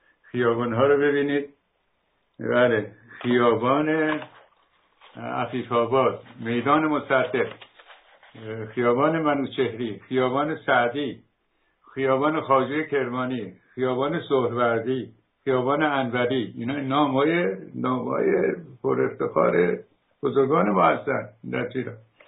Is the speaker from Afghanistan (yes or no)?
no; Iran; به عنوان یک ایرانی